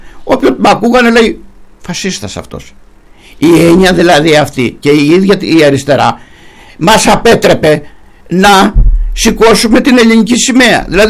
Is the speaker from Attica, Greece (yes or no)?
no; Akovos, Peloponnese, Greece; το χωριό μου τον Άκοβο, που έχει 50 ψηφοφόρους